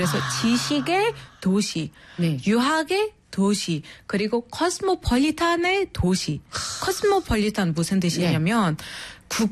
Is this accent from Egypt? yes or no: yes; Alexandria, Alexandria Governorate, Egypt; Korean is a second language; moved away as an adult; now in South Korea; 그래서 알렉산드리아 그 우리 고향은 건너편 그리스, 이탈리아, 스페인 건너편이에요.